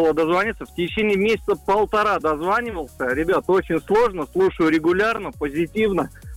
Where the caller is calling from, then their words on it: Kirovsk, Leningrad Oblast, Russia; Город Киров, Калининградской области.